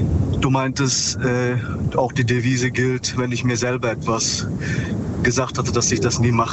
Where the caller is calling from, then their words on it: Ravensburg, Baden-Württemberg, Germany; Aus Ravensburg.